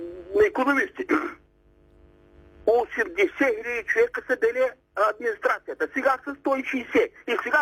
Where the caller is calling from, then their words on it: Sliven Province, Bulgaria; Аз съм тук от Сливенска района, се обаждам.